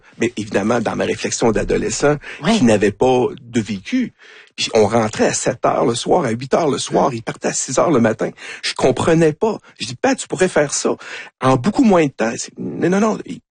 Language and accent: French; Canada; Quel accent? On perçoit un accent français. On est des Canadiens.